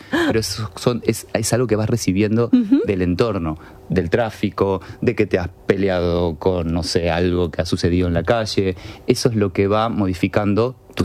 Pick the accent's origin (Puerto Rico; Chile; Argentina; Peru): Argentina